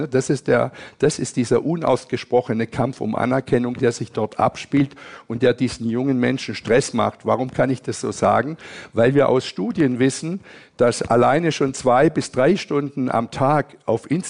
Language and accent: German; Berlin, Germany; und ich komme aus Berlin, ich arbeite dort